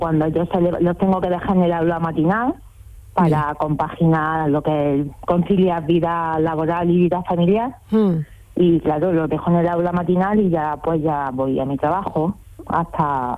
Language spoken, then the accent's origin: Spanish; Jaén, Andalusia, Spain; No, soy de Jaén, me levanto muy temprano porque soy mamá de dos mellizos también, trabajo en el Ayuntamiento de Jaén